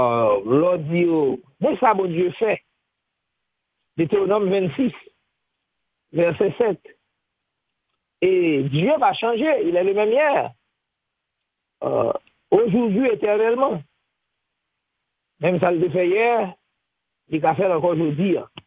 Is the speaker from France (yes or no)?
no; Port-au-Prince, Ouest, Haiti; on a grandi dans Port-au-Prince, les années 80, 81, peut-être, 82.